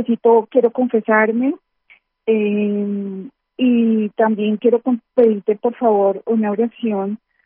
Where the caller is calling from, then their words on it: Colombia; vivo en Colombia, en un lugar muy cerca donde no ha parado de temblar.